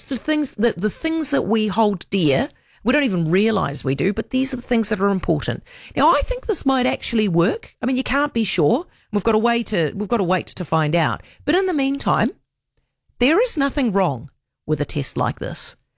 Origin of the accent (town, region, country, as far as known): New Zealand